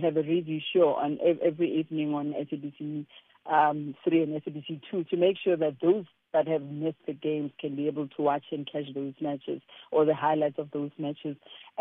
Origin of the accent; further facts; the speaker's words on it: South Africa; I am a South African through and through